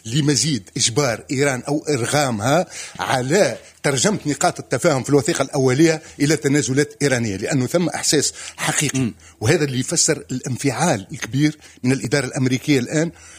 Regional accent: Tunisia; باش يولي عندنا في تونس التطبيقه هي نشاط قانوني.

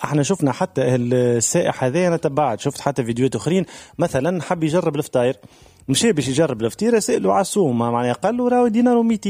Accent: Tunisia; احنا توينس

